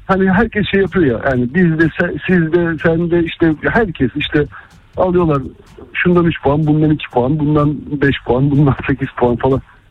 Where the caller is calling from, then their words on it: Istanbul, Turkey; Ben İstanbul'dan … Galatasaray taraftarıyım.